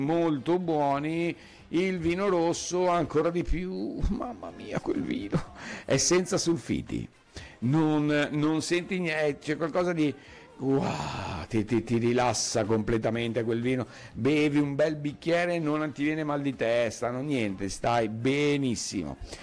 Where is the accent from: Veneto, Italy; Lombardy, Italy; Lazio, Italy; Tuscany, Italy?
Veneto, Italy; accent: un po' veneto; ve lo sto dicendo anche con accento un po' veneto